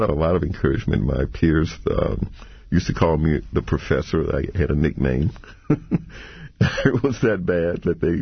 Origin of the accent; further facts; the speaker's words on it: Mobile, Alabama, United States; I grew up in Alabama, Mobile, Alabama.